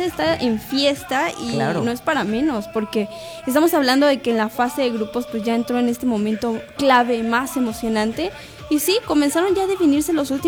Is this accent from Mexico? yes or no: yes; Mexico; nosotros como mexicano